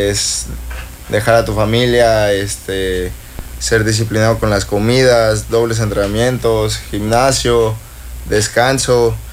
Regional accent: Guadalajara, Jalisco, Mexico; moved away as an adult; now in Cancún, Mexico; soy de Guadalajara.

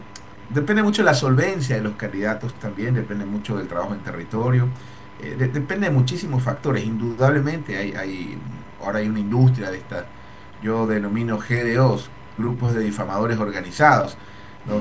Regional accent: Columbe, Chimborazo, Ecuador; mi parroquia Columbe, de donde soy oriundo, en Colt.

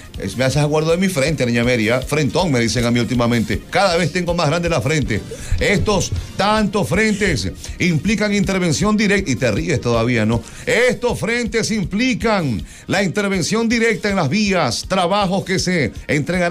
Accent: Manabí, Ecuador; qué linda que es nuestra tierra, señores. Somos unos bendecidos de Dios. Hemos nacido en un paraíso, con mar, con ríos, con montañas, con la mejor gastronomía, con una tierra productiva

